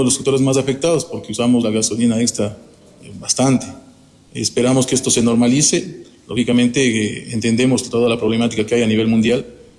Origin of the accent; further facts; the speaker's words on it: Ecuador; como ecuatoriano de corazón